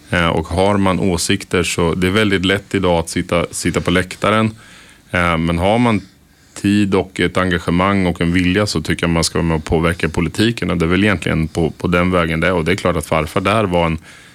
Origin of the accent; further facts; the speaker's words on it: Örebro, Örebro County, Sweden